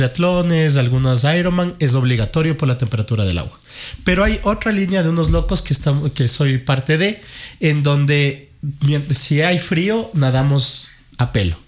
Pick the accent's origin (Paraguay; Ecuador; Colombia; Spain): Ecuador; Quito, Pichincha; Soy de Quito. Soy chullita.